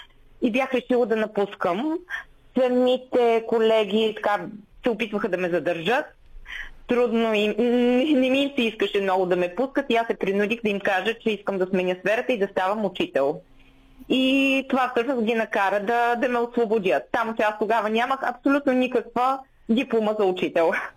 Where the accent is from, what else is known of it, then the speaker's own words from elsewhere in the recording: Kardzhali, Kardzhali Province, Bulgaria; moved away as an adult; also born or lived in Sofia; идвам от София, където работех в сферата на маркетинга и рекламата. Идвайки в град Кърджали, любовта ме върна в моя роден град.